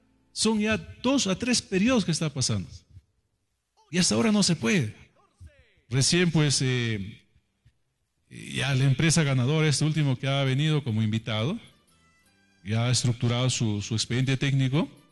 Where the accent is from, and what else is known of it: Asunción province, Ancash, Peru